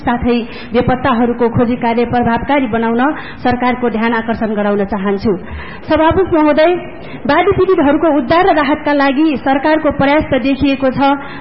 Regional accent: Baglung District, Gandaki Province, Nepal; मेरो गृह जिल्ला बाग्मुङका

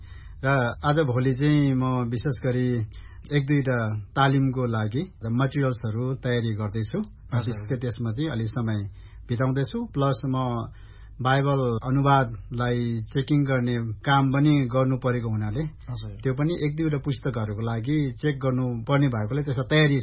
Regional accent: Banspod, Gandaki Province, Nepal; first language Tamang; Nepali is a second language; जन्म लमजुङ जिल्लाको त्यति बेलाको नौथर गाविसमा वडा नम्बर 2 बाँसपोड गाउँ भन्छ, त्यहाँ मेरो जन्म भएको हो र म त्यहाँ हुर्केको हुँ।

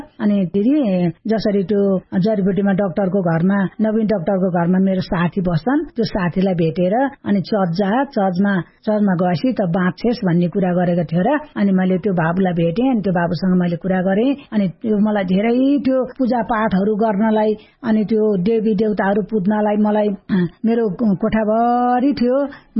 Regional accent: Fapharbari, Bagmati, Nepal; अनि मेरो माइती चाहिँ छोरी हो, मेरो घर चाहिँ फापरबारी हो।

